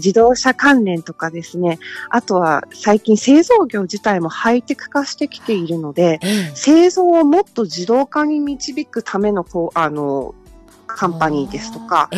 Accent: East Coast, United States; now in Los Angeles, United States; 私はもともと東海岸出身なので、

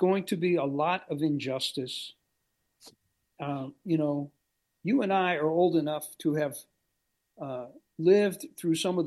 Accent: United States; I'm an American.

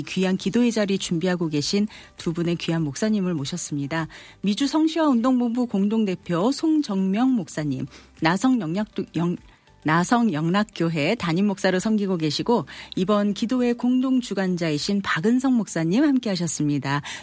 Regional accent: South Korea; now in United States; 또 특별히 또 저희는 또 한인 이민자로서 또 이 미국 땅에 이렇게 또 우리가 정착을 하고 살게 된 것 자체도 참 굉장한 축복 같아요.

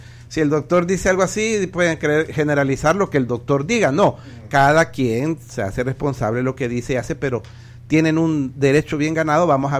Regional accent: El Salvador; also born or lived in Mexico; yo soy mexicano, soy salvadoreño, en un futuro voy a ser estadounidense

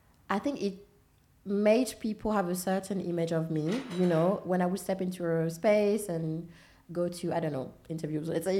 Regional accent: Senegal; Weirdly, I am Senegalese, like my parents were both born and raised in Senegal, but my mom is fully Malian.

